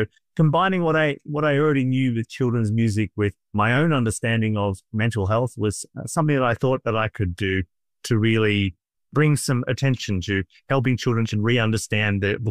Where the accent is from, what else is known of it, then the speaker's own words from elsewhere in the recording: Australia; I am Australian.